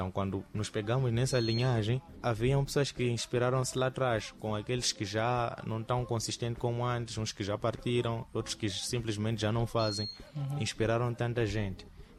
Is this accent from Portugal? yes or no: no; Mozambique